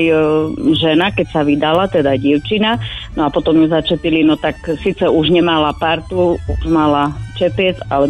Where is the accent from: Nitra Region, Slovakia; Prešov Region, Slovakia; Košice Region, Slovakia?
Prešov Region, Slovakia; Tichý Potok; keď som bola ako dievča, tak sme nosili kroje u nás v Tichom potoku